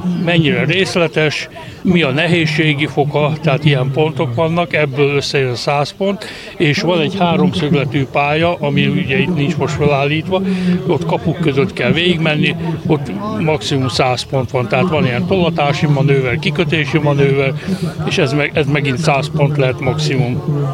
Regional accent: Gyomaendrőd, Békés, Hungary; Mi Gyoma Endrődről vagyunk, Gyoma Endrődi Modellezőklubból.

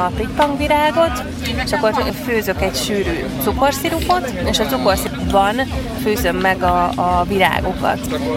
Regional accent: Kács, Borsod-Abaúj-Zemplén, Hungary; born there; moved away; Hát nagymamámű Kácsi, én itt születtem egyébként Kácson.

